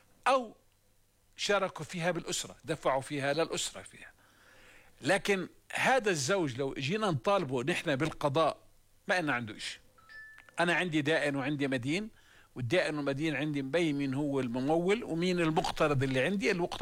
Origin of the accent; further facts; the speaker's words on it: Jordan; نحن كأردنيين كمجتمع أردني